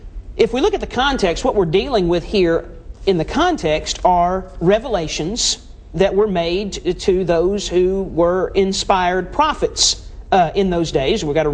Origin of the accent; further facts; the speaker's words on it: Winchester, Tennessee, United States; When I was growing up in Winchester, Tennessee